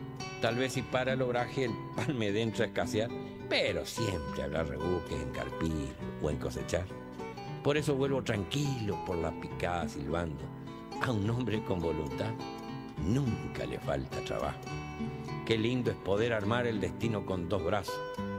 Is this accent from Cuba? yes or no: no; Corrientes, Argentina; soy correntino